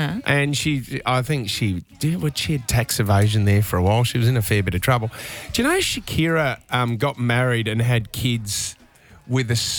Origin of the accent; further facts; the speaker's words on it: Australia; As an Australian, I mean, don't get me wrong, I get a fair bit of an enjoyment out of this